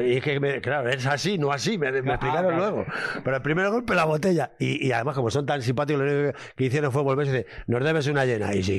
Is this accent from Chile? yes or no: no; Castile, Spain; Somos de Castilla